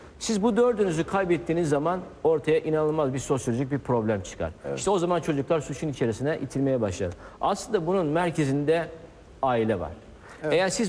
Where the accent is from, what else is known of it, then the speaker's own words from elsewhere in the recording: Istanbul, Turkey; born there; Ben de 70 doğumluyum. 80'den beri İstanbul'da yaşıyorum. Farklı illere gidip çalıştım ama ya ben Şinevler'de büyüdüm. Şinevler o tarihte suç ana merkeziydi.